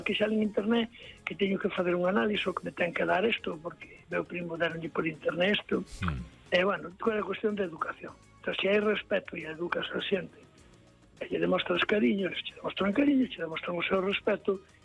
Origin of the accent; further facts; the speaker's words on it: Santiago de Compostela, Galicia, Spain; eu criei-me en Santiago, meu padre foi a meu de Coruña a traballar ao Hospital Provincial, o vello de Santiago, cando se inaugurou, traballaba ali, eu nací ali, meu pai traballaba ali, tuve en contacto ali con todo o mundo, bueno, criei-me ali